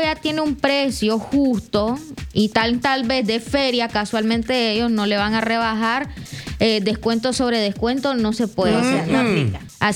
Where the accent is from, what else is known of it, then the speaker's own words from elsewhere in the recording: Nicaragua; ya hablemos como lo nica